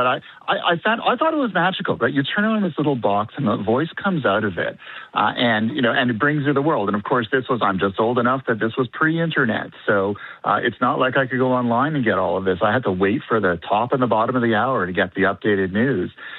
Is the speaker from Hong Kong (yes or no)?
no; Laval, Quebec, Canada; moved away; also born or lived in Montreal; So I was born in Montreal and grew up just north of Montreal, one of the suburbs. It's called Chomedey. It's part of the city of Laval. It's just over the river from Montreal.